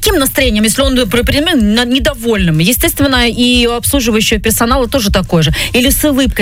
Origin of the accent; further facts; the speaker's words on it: Tuapse, Krasnodar Krai, Russia; я из Туапсе